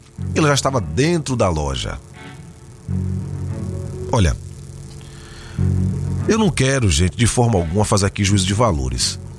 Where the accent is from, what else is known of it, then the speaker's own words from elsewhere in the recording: Piauí, Brazil; E a minha terra, a minha Piauí